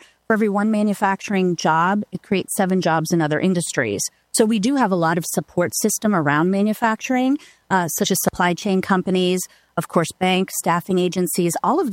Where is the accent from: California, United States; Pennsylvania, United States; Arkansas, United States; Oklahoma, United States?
Pennsylvania, United States; Pittsburgh; moved away as an adult; now in Tampa Bay area, United States; So I'm originally from Pittsburgh.